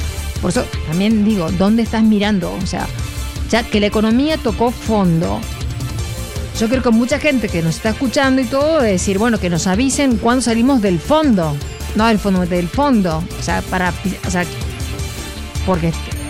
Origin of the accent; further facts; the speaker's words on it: Argentina; yo soy apartidaria, soy argentina